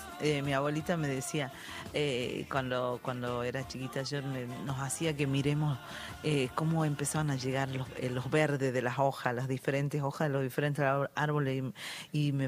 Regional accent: Angastaco, Salta, Argentina; De San Carlos, de Angastaco, soy yo.

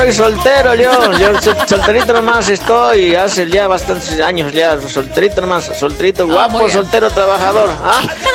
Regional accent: Tarija, Bolivia; Así que bueno, ahí si tienen algún remedio caserito, así como allá en mi tierrita, ahí

